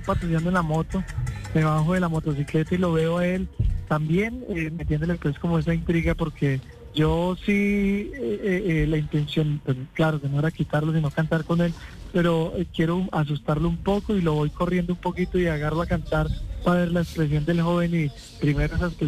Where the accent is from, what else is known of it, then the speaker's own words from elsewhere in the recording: La Tebaida, Quindío, Colombia; Soy oriundo de la Tebaida Quindío.